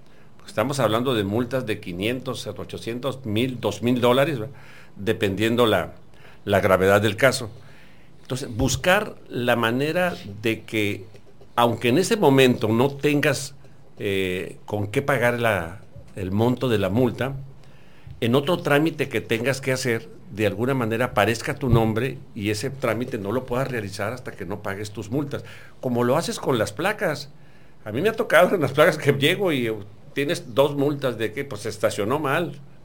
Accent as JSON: {"language": "Spanish", "country": "Mexico", "said": "y como mexicanos debemos, sí, poner el ejemplo de que somos gente."}